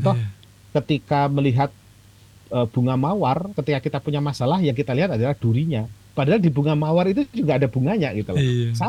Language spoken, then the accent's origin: Indonesian; Java, Indonesia; Nah ini saya orang Jawa.